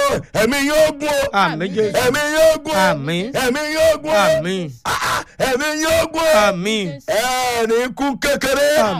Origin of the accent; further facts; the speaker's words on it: Ekiti, Nigeria; torí ọmọ àrà Èkìtì ni mí, ọmọ Alágo Àjìlù.